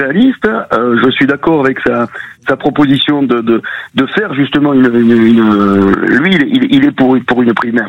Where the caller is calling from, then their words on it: Nouvelle-Aquitaine, France; Au Laurent, dans le Béarn.